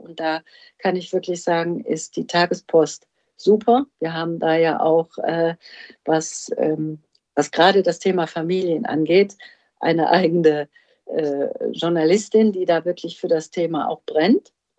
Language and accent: German; North Rhine-Westphalia, Germany; ich komme aus NRW